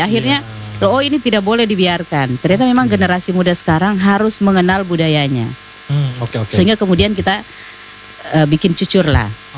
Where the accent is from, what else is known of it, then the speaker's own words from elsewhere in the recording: Southeast Sulawesi, Indonesia; identitas kita sebagai orang Muna, entah orang Buton